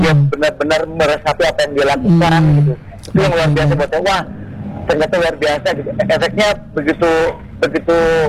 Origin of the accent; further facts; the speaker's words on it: West Java, Indonesia; leluhur kita orang Sunda.